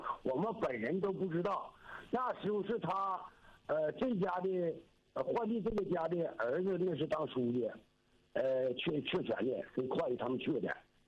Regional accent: Suzhou, Jiangsu, China; 我是苏州的，我是月子村村民

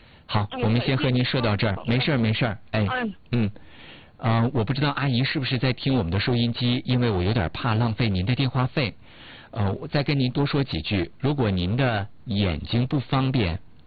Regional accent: China; 我们中国人对于家的这个渴望

